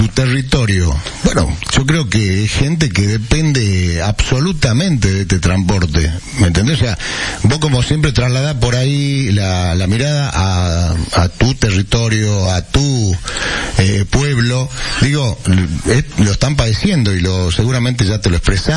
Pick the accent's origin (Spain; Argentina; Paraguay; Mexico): Argentina; Salta; somos indolentes los salteños también.